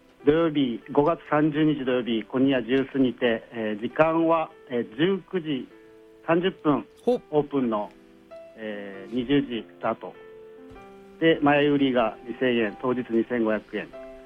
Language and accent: Japanese; Kagoshima, Japan; はい、あの鹿児島の、うん、人間なんです